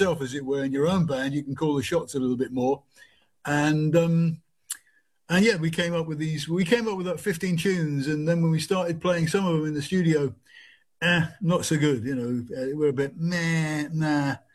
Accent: London, United Kingdom; I'm an Acton boy. I come from Acton in London, Acton Ealing, you know, so which is now known as the London Borough of Ealing.

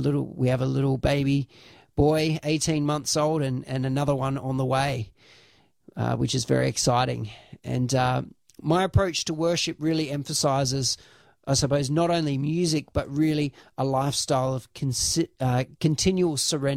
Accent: Townsville, Queensland, Australia; now in Sydney, Australia; my early years growing up in Townsville, North Queensland.

